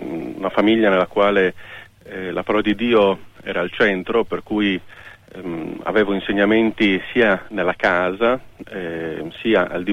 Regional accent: Sassari, Sardinia, Italy; Sono nato comunque a Sassari, perciò in Sardegna, però sono di padre tedesco e di madre piemontese lombarda, diciamo così

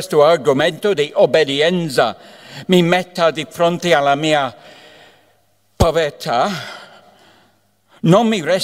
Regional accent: Scotland, United Kingdom; Italian is a second language; moved away; non sono italiano, sorpresa, no? Sono britannico, dunque, scozzese, diciamo

